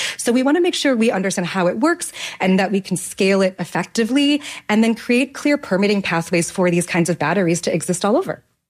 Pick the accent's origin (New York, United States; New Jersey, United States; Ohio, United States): New York, United States; No, I was just kind of curious as a New Yorker.